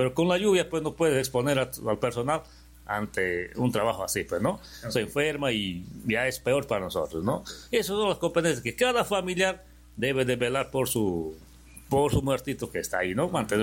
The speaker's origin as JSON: {"language": "Spanish", "town": "Bellavista", "region": "San Martín", "country": "Peru", "moved": "yes", "lives_now": "Lamas, Peru", "said": "yo no soy de Lamas, ¿no? Yo soy de Bellavista, pero ya me siento ser parte de Lamas porque vivo acá, me cobija Lamas y mi familia de acá, y tengo ese amor a Lamas"}